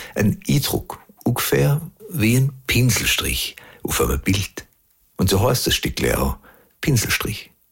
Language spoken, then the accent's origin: German; Beisinger, Baden-Württemberg, Germany; mit einem kleinen Lied im Dialekt von meinem Heimatort Beisinger bei Rottweil.